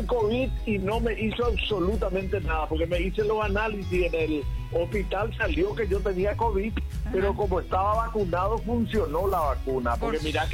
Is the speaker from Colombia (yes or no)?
no; Argentina; now in Paraguay; yo soy argentino